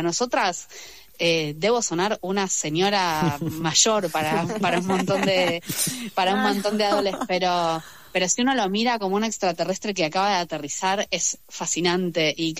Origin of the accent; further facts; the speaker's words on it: Buenos Aires, Argentina; yo soy de Flores y soy bastante cerca